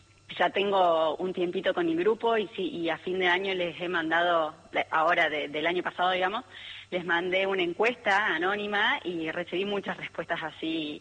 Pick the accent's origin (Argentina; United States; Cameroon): Argentina; Ushuaia, Tierra del Fuego; Después hice esquí alpino porque nací, viví muchos años en Ushuaia.